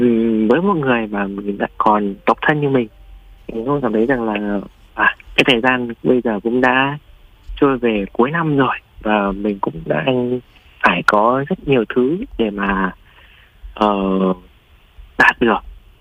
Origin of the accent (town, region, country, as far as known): Hanoi, Vietnam